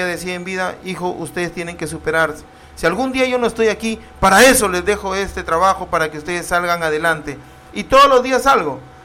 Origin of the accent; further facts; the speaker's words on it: Túcume, Lambayeque, Peru; un hijo de esta tierra que me ha visto nacer, crecer.